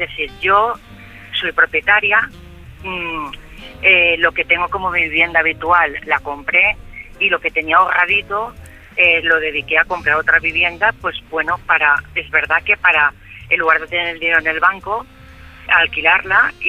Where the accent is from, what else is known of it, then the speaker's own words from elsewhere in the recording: Valencia, Valencian Community, Spain; Eso no soy yo … de Valencia, que he estado ahorrando para comprar una vivienda.